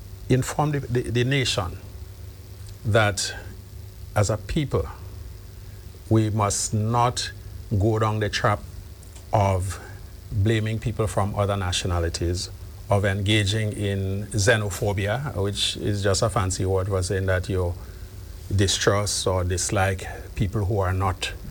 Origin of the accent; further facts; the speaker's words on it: Grenada; guys that I grew up with in Chantemal or Sauteurs and elsewhere.